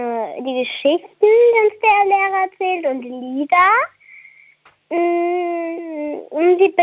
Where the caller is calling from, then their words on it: Baden, Lower Austria, Austria; Ich bin aus dem Bundesland Niederösterreich.